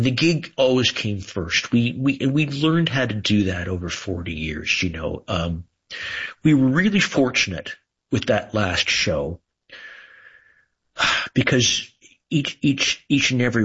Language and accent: English; Kingston, Ontario, Canada; We we're just guys from Kingston, Ontario.